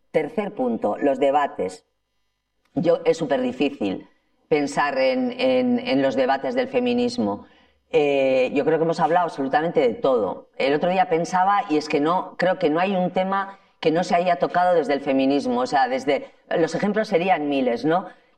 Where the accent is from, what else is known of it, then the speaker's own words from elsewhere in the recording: Ermua, Basque Country, Spain; Eso es mi pueblo, en Ermua, ¿eh?